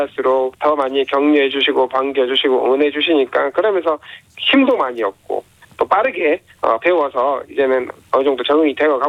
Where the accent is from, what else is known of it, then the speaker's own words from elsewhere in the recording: Busan, South Korea; 또 개인적으로는 제 고향이기도 하죠. 이 북구 일대 전체가.